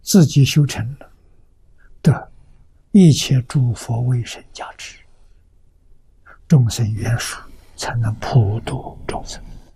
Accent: China; 我们中国人

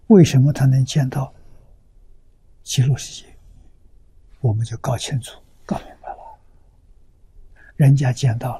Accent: China; 我们中国人

